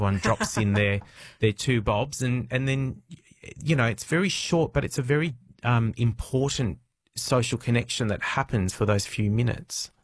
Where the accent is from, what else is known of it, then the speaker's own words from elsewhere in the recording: Melbourne, Victoria, Australia; For example, when we'd go and visit our relatives in Adelaide, because I grew up in Melbourne, this was before you could get a great coffee, you know, in Horsham or Ballarat.